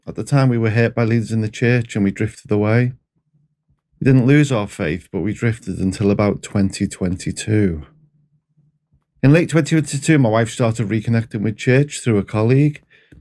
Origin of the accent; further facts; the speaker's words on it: Skelmersdale, North West England, United Kingdom; also born or lived in Liverpool; I was born in Liverpool, grew up in a town called Skelmersdale, and I was saved when I was 9.